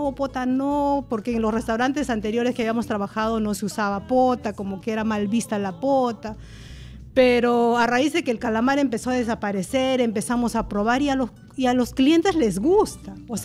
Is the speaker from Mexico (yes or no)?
no; Lima, Peru; moved away; Y yo soy de la Sierra de Huaral.